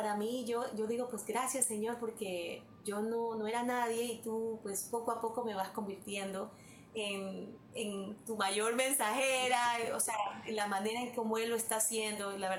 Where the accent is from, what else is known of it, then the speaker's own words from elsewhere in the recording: Guayaquil, Guayas, Ecuador; also born or lived in Quito; Yo soy guayaquileña, okay, pero viví en Quito un tiempo.